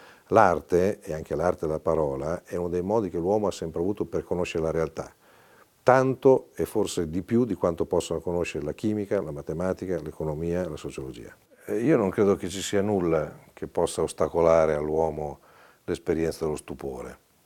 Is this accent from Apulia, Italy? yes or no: no; Forlì, Emilia-Romagna, Italy; a Forlì, la mia città natale, che è la più bella città del mondo